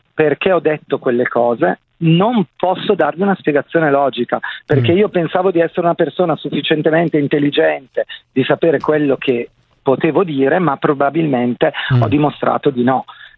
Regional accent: Lombardy, Italy; Io oltretutto sono della Valle Camonica

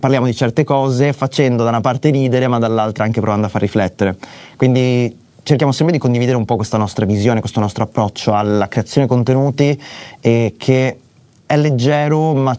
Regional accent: Veneto, Italy; Io sono veneto

